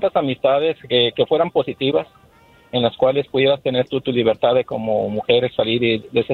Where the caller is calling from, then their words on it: Cuisillos, Jalisco, Mexico; soy Jalisco, lo has oído mucho, Cuisillos.